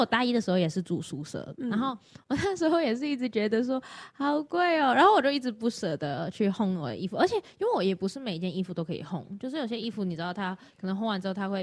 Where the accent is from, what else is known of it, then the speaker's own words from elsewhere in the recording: Hong Kong; 我是香港人，因为刚才不是看着我在那边念那些字不会念吗？